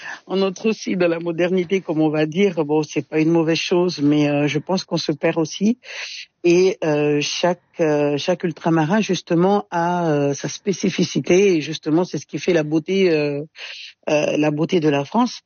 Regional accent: Mayotte; de riz padi, on appelle ça chez nous à Mayotte.

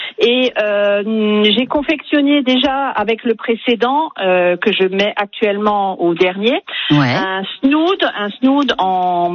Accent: Grand Est, France; Alors, actuellement, je vous appelle de Matasse-Longrange. Nous sommes en vacances dans un camping, mais nous venons d'Alsace.

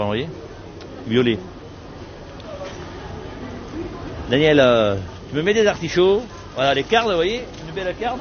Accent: Provence-Alpes-Côte d'Azur, France; Moi, j'aime bien travailler les légumes parce que bon, chez nous, en Provence, on a beaucoup de légumes et de bons légumes.

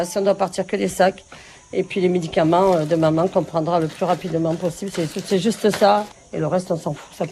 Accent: Los Gallardos, Andalusia, Spain; Même moi, quand je dis, je viens d'Andalousie, je disais pas Los Gallardos, parce que personne connaissait Los Gallardos.

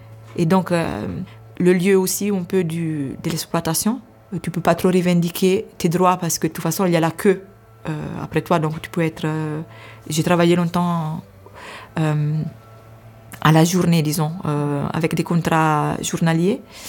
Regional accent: Italy; French is a second language; moved away as an adult; also born or lived in Haiti; now in Paris, France

